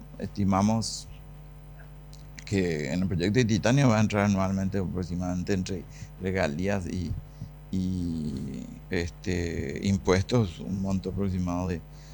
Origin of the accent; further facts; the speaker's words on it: Paraguay; Toditos somos paraguayos.